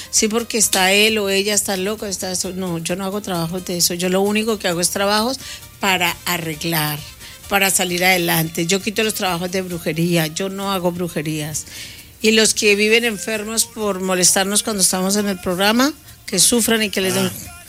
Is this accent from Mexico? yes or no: no; Ecuador; 16 años siendo ecuatoriana, y sigo siendo ecuatoriana. Ustedes saben que yo amo y adoro Ecuador